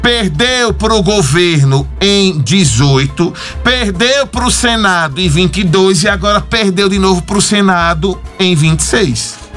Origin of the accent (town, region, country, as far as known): Frei Paulo, Sergipe, Brazil